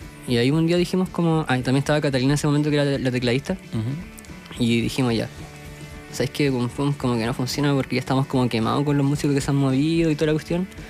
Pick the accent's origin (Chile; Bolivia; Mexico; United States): Chile; Andacollo, Coquimbo; Somos de Andacoyo